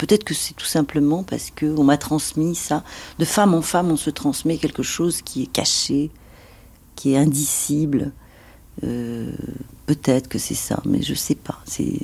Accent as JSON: {"language": "French", "country": "Tunisia", "tie": "born there", "moved": "yes", "said": "moi je viens d'un pays arabe, ça veut dire que je viens de Tunisie, je suis née en Tunisie"}